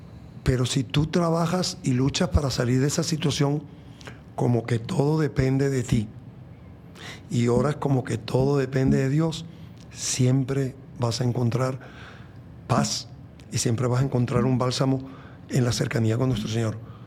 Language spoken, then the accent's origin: Spanish; Venezuela; moved away; Y yo le he preguntado a carpinteros, plomeros, gente de mi país, de Venezuela